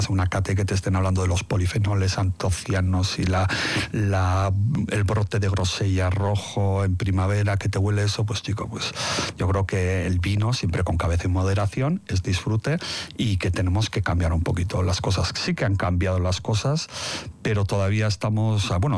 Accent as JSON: {"language": "Spanish", "region": "Basque Country", "country": "Spain", "said": "Me siento euskaldón, amo esta tierra. Y tengo la suerte de poder divulgar por todo el mundo mi tierra, mi costumbre, estos mis productos, ¿no?"}